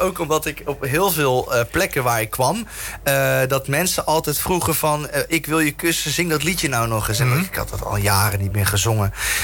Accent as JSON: {"language": "Dutch", "town": "'s-Hertogenbosch", "region": "North Brabant", "country": "Netherlands", "said": "Want ik heb bijvoorbeeld zelf een liedje met carnaval geschreven bij ons in Den Bosch."}